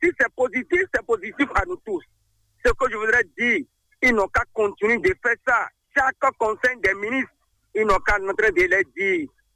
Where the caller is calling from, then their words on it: Benin; Je vous appelle depuis Diguet.